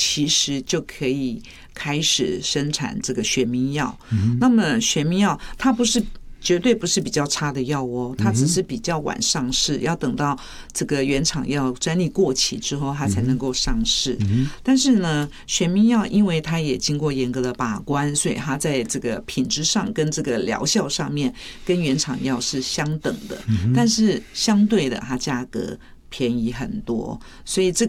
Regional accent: Taiwan; 对，这个是很大的迷思，就是我们台湾人讲一句话叫做“贵也卡喝”，

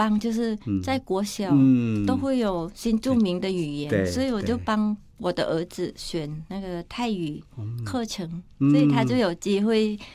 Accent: Thailand; first language Thai; Chinese is a second language; now in Taiwan; 因为我要让我儿子知道说母语就是泰文

